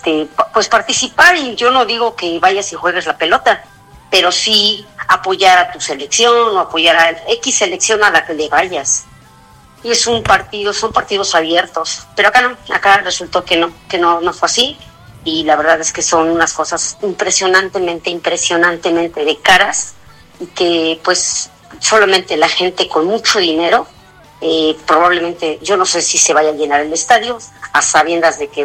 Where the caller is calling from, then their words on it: Mexico; Nosotros como mexicanos